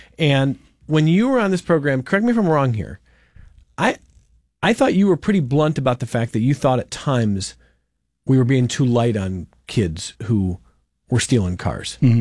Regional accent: Cleveland, Ohio, United States; somebody said to me recently, I'm from Cleveland, someone said, that's the curse of the LeBron James story.

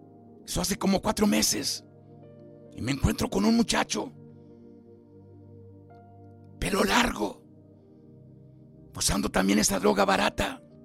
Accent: Nuevo León, Mexico; yo soy de Garza González y Ramones ahí está cerca

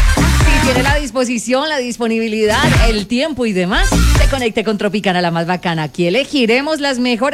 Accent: Colombia; tomen la decisión como colombianos de ejercer su voto.

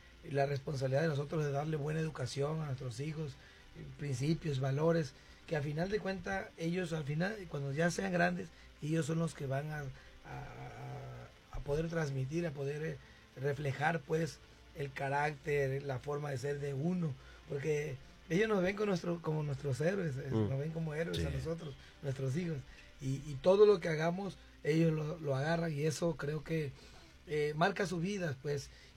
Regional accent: Tabasco, Mexico; now in Ciudad Juárez, Mexico; Y venimos de Tabasco.

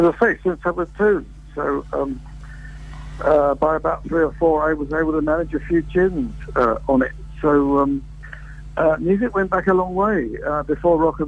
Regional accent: London, United Kingdom; I think that the 1960s was a very good time to be growing up in London.

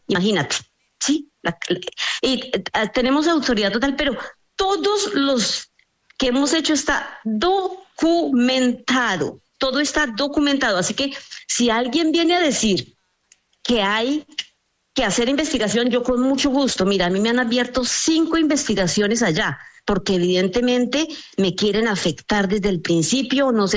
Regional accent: Colombia; moved away; yo no soy una persona que tenía una actividad política en Colombia, porque salí hace 40 años de Colombia

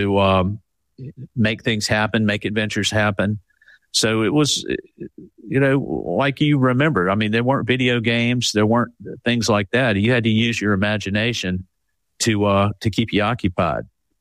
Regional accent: Point Clear, Alabama, United States; when I was growing up in Point Clear, it was not what it is today. It was not a year-round community. It was mostly a summertime community for people from Mobile.

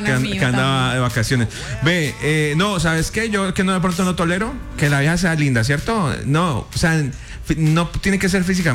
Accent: Colombia; a nosotros que generalmente que somos empleados colombianos, generalmente nosotros aquí en Colombia pues tenemos nuestras vacaciones cada año

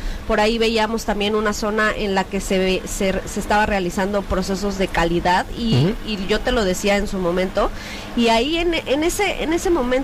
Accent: Mexico; Me estaría interesante, pero por lo que sé, como mexicanos, está complicado que nos den una licencia para poder manejar allá.

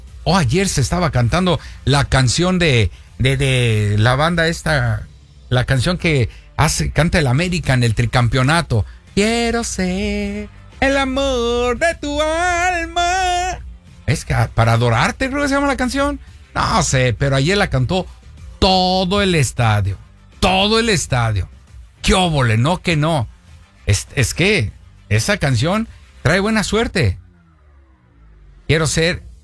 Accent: Mexico; Somos los mexicanos, la neta del planeta.

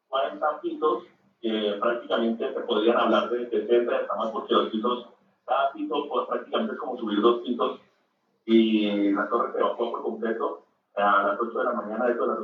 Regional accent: Cali, Valle del Cauca, Colombia; estoy seguro como caleño, y te lo aseguro, quisieran que la alegría Cali volviera.

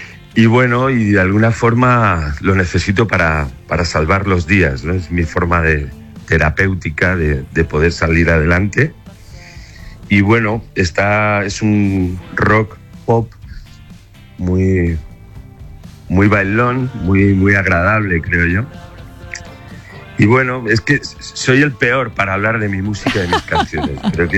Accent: Elche, Valencian Community, Spain; now in Mexico City, Mexico; yo sí tengo claro que quiero morir en Elche.

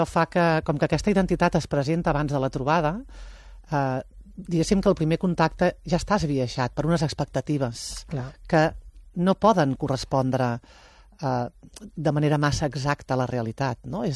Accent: Prats de Lluçanès, Catalonia, Spain; Clar, tio, és que jo soc de Prats

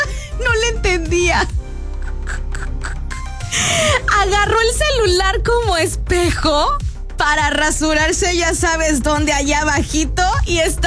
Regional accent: Mexico; estábamos en la criticada, ya sabes, que se nos da como mexicanos

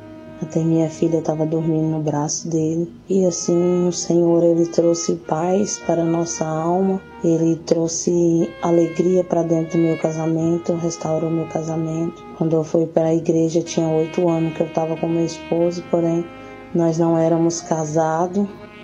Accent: Araguapaz, Goiás, Brazil; Sou da cidade de Araguapaz, no interior de Goiás.

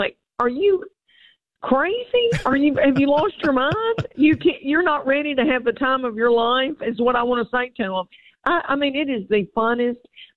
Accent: Tennessee, United States; I am a grandmother from East Tennessee.

